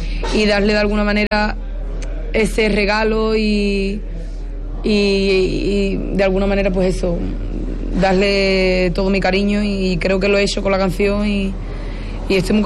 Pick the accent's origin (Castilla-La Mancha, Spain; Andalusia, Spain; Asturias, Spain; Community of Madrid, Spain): Andalusia, Spain; Isla Cristina; yo también vengo de la barriada de la Antilla, ¿no?, que también es de pescadores, somos del mismo pueblo, de Isla Cristina